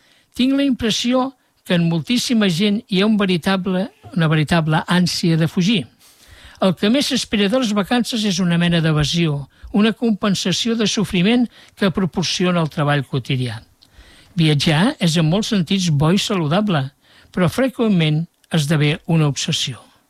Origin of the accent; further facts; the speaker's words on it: Bonastre, Catalonia, Spain; born there; la sardana que es diu Bonastre en relació al meu poble